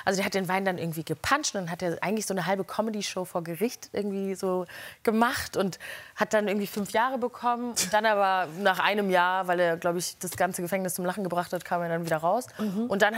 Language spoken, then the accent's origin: German; Neukirchen-Vluyn, North Rhine-Westphalia, Germany; Ich aus Neukirchen-Flühen.